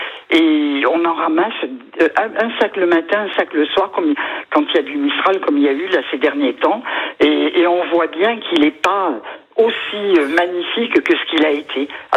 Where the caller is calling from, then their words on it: Orange, Provence-Alpes-Côte d'Azur, France; D'Orange.